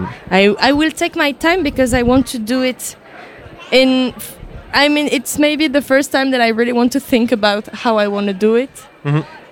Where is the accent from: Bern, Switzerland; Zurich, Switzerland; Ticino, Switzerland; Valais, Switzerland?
Valais, Switzerland; Haute-Nendaz; now in Lausanne, Switzerland; But I'm from Valis, I'm from Haute-Nanda in the mountains.